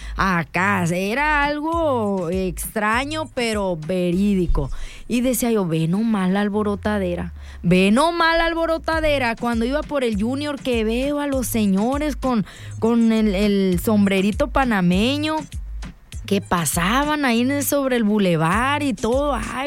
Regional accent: Sonora, Mexico; somos sonorenses

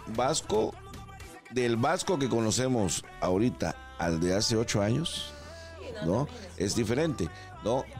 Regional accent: Mexico

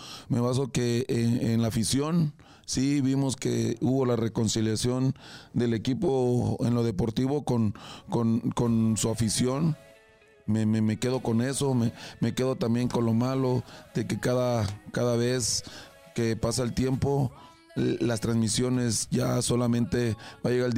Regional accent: Mexico; y que como mexicano, ¿no?, ojalá y venga lo mejor con esta nueva generación de jugadores.

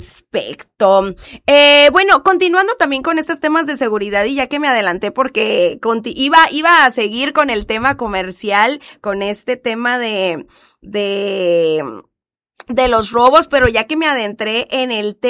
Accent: Mexico

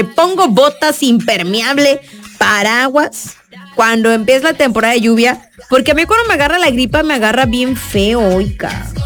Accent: Mexico; esperando como buenos mexicanos que ya sea jueves

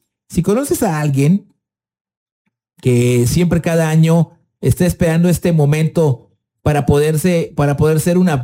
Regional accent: Tapachula, Chiapas, Mexico; nosotros como chiapanecos y tapachultecos y parte del sur de la República Mexicana.

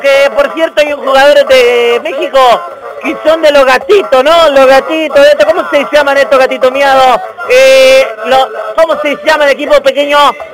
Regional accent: Argentina; pero yo como argentino te voy a decir una cosa.

